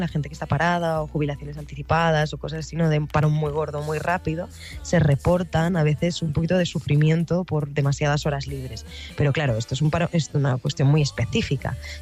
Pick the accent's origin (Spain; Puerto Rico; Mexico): Spain; Barcelona, Catalonia; en mi ciudad natal, Barcelona.